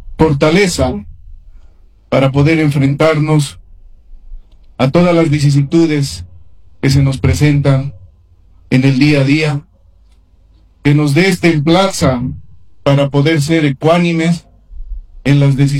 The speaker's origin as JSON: {"language": "Spanish", "country": "Bolivia"}